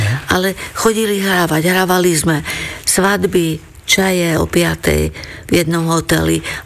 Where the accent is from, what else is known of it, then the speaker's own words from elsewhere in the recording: Turany nad Ondavou, Prešov Region, Slovakia; V našom domčeku v Turanoch nad Ondavou, odkiaľ pochádzam.